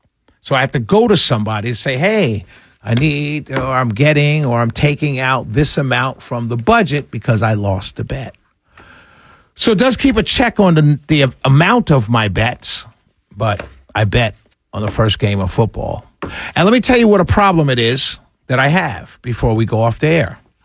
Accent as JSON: {"language": "English", "town": "New York City", "region": "New York", "country": "United States", "tie": "born or raised there", "said": "growing up in Harlem"}